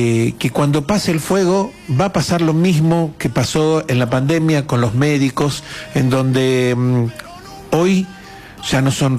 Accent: Argentina; Nosotros, como argentinos, tenemos corazón, tenemos alma, tenemos garra y tenemos fuego dentro de nuestra alma.

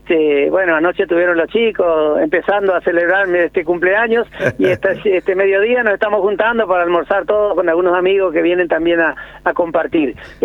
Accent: Mercedes, Corrientes, Argentina; also born or lived in Pedro R. Fernández (Mantilla), Corrientes; Tuve que trasladarme a Mercedes.

